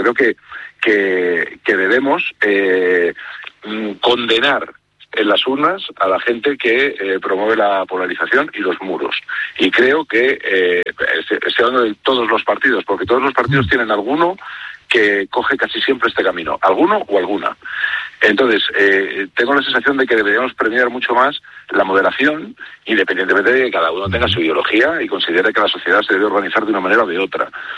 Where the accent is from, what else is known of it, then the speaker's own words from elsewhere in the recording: Spain; Yo soy español por un lado, por lo tanto me decanto por Lamine